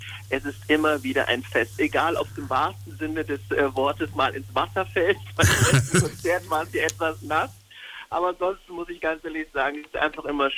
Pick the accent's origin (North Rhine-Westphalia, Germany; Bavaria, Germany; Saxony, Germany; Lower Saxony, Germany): Bavaria, Germany; Germering; Ich komme aus Germering, aber das ist nur ein Katzensprung.